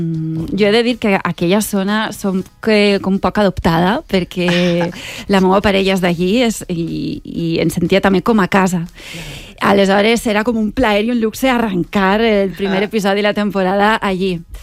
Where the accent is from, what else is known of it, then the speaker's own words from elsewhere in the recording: Alcoy, Valencian Community, Spain; un camí que es gastava per a transportar el peix de la costa cap a l'interior, i arribem al Coi, al meu poble.